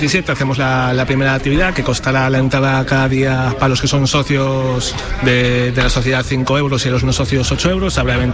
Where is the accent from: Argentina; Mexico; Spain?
Spain; Arteixo, Galicia